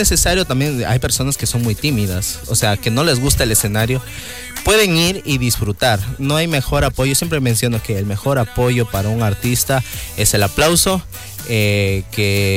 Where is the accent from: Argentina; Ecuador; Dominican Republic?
Ecuador; Ecuadorian Amazon; No porque sea de la Amazonía significa que yo he visto una boa. Bueno, sí he visto una boa, pero no por ser de la Amazonía.